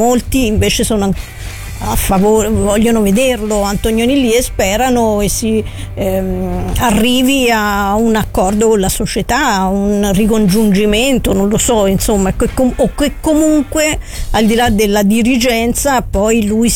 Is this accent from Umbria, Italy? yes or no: yes; Umbria, Italy; moved away; io sono anche umbra, quindi a me la luce di Antonio arrivava anche quando ero in Umbria